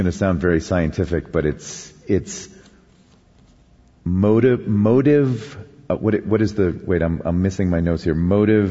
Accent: Lancaster, Pennsylvania, United States; in Lancaster, Pennsylvania, which is my hometown.

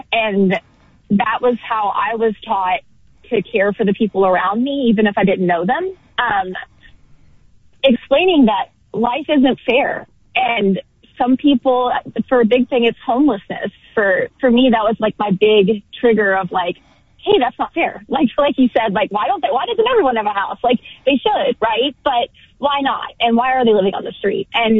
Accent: Kentucky, United States; born there; also born or lived in Texas; now in San Francisco, United States; I was born in Kentucky, lived in Texas for 10 plus years.

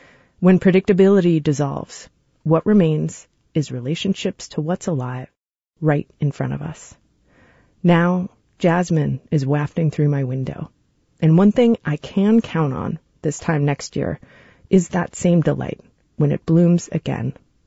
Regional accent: Chicago, Illinois, United States; now in Bay Area, United States; We're from Chicago, where stark seasons kept the yearly rhythm. Here in the Bay Area, the plants tell time, and with total generosity.

